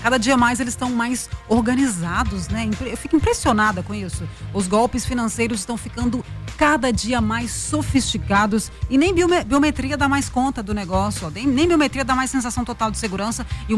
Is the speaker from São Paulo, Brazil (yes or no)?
no; Uberlândia, Minas Gerais, Brazil; A prisão domiciliar tinha sido autorizada lá na minha, pertinho da minha terra natal, lá em Uberlândia